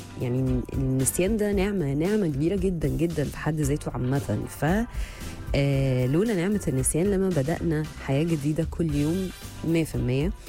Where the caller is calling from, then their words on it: Syria; صباح الخير، … من سوريا، ممكن اعرف بحرف العين برضو؟